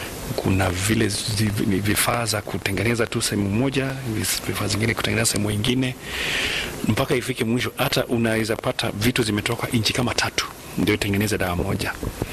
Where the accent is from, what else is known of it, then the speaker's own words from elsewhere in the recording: Kenya; Mimi kama Mkenya utahitaji visa kama 10 ama 20 uende kwa nchi nyingine